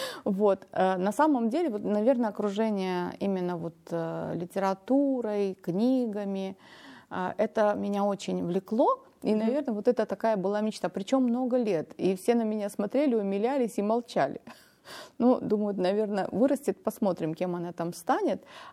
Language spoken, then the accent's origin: Russian; Armenia; я родилась в Армении. Я по национальности армянка, у меня армянские корни. Вот, родилась и выросла там, и даже вышла замуж там.